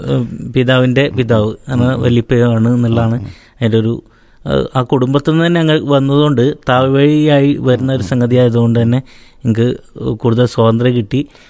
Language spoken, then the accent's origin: Malayalam; Areekode, Kerala, India; ഞാൻ അരീക്കോട് സ്വദേശിയാണ്.